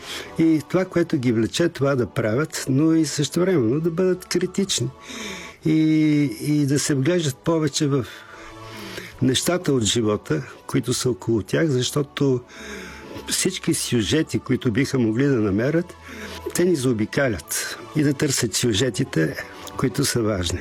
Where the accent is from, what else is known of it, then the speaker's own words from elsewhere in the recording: Sofia, Sofia City, Bulgaria; аз съм израснал в центъра на София.